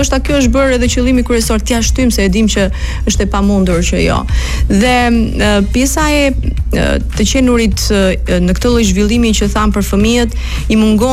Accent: Berat, Berat County, Albania; Jo, unë jam nga Berati.

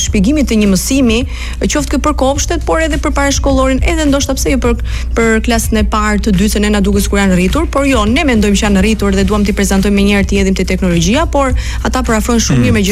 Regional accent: Berat, Berat County, Albania; Jo, unë jam nga Berati.

